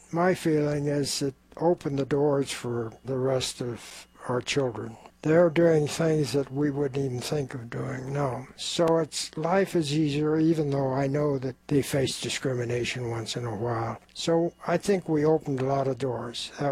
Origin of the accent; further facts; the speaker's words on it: United States; I'm an American, and I just happen to be an American of Japanese ancestry.